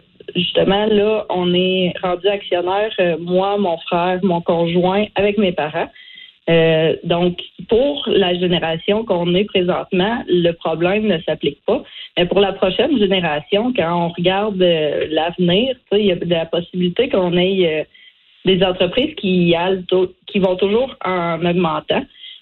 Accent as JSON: {"language": "French", "region": "Quebec", "country": "Canada", "tie": "born or raised there", "said": "Dans le fond, j'ai grandi au Québec, mais je suis allée faire deux étés pour apprendre l'anglais en Atlantique."}